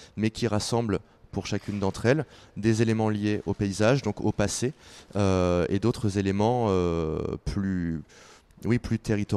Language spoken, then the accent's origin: French; Nîmes, Occitanie, France; now in Toulon, France; Non, pas du tout, je suis originaire de Nîmes, mais j'habite à Toulon.